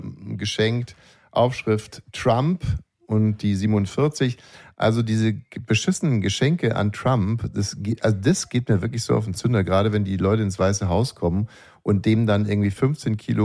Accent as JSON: {"language": "German", "region": "Bavaria", "country": "Germany", "said": "Ich komme aus Bayern, du kommst aus Sachsen."}